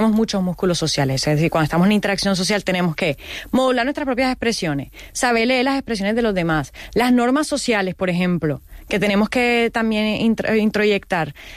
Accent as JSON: {"language": "Spanish", "region": "Caribbean coast", "country": "Colombia"}